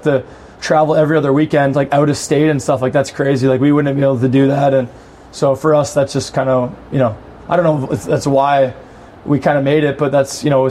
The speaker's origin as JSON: {"language": "English", "town": "Toronto", "region": "Ontario", "country": "Canada", "tie": "born or raised there", "said": "growing up in Toronto area, like. There's just so much hockey available, right?"}